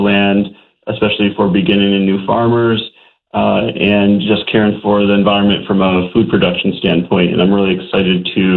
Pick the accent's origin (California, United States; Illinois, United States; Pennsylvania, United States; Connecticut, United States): Connecticut, United States; New Britain; I was born and raised in New Britain, Connecticut.